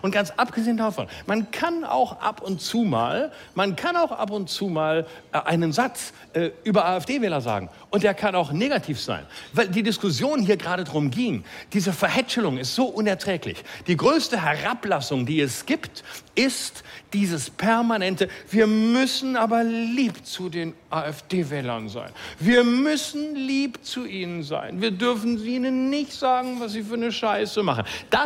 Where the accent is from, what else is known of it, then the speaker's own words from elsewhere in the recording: West Germany, Germany; Ich würde mich niemals als Westdeutscher zu Ostdeutschen äußern